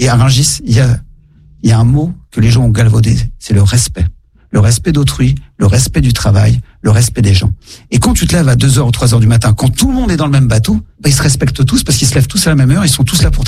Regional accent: Iași, Iași County, Romania; moved away

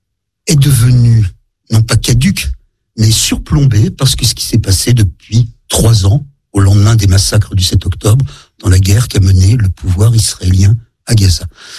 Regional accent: France; Je suis français

